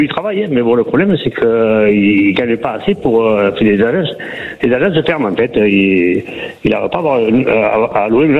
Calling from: Frontignan, Occitanie, France; Frontignan, à côté de Montpellier

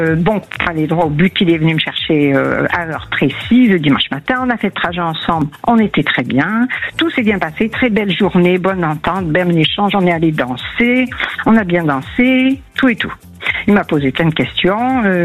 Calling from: Auvergne-Rhône-Alpes, France; Alors, je suis d'Auvergne.

